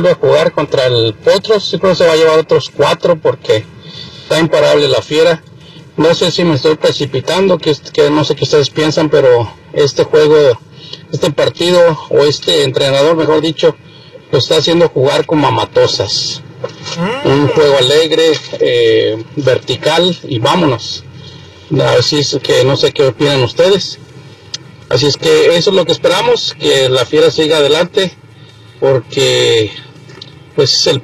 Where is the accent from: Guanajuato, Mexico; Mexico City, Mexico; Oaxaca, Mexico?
Guanajuato, Mexico; León; yo creo que amerita que se aventen esa de mi tierra y León, Guanajuato, con la armónica.